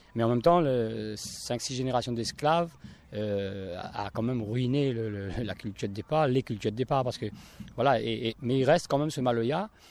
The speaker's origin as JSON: {"language": "French", "country": "Réunion"}